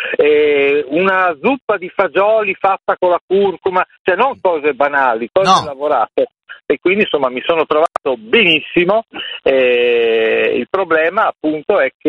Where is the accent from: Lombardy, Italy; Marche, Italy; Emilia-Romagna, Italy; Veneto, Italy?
Emilia-Romagna, Italy; Ferrara; vengo da Ferrara.